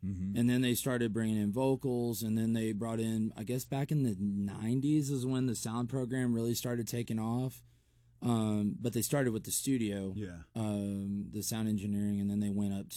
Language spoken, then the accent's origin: English; West Columbia, Texas, United States; now in Lubbock, United States; Yeah, I grew up in the Houston area in a small town just south of Houston called West Columbia, Texas.